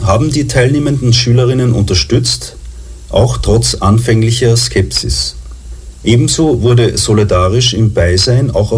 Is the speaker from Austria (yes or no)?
yes; Austria; Doch oft dauert es bei uns in Österreich immer etwas länger, bis progressive Ideen fruchten.